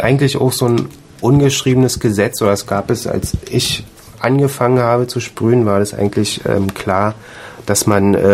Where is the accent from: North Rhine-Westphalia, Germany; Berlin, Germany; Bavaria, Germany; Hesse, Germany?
Berlin, Germany; now in Dresden, Germany